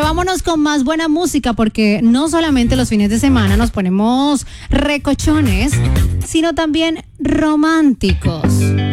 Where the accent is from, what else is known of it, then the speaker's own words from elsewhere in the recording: Colombia; un fin de semana muy importante para nosotros como colombianos